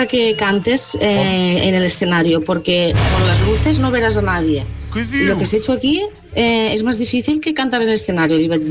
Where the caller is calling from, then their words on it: La Cava, Catalonia, Spain; soc de la Cava.